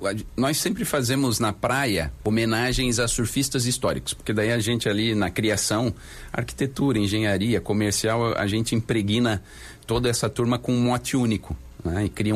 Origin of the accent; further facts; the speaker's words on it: Piçarras, Santa Catarina, Brazil; now in São Francisco do Sul, Brazil; nós saímos de Piçarras como família há 34 anos atrás. E a gente está lá em São Francisco do Sul há 33 anos.